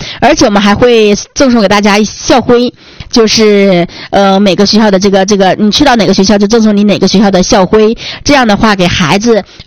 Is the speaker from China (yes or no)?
yes; China; 我觉得奥林匹克公园其实08年对于我们中国人来讲的话真的非常的重要